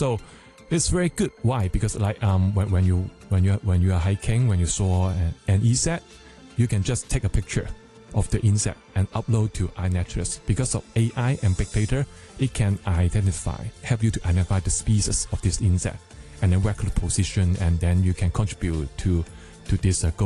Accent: Hong Kong; Yeah, I grew up in Hong Kong.

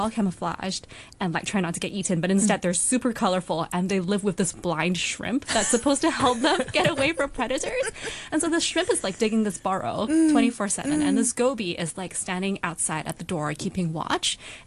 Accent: Hong Kong; I grew up in Hong Kong and I went to school here

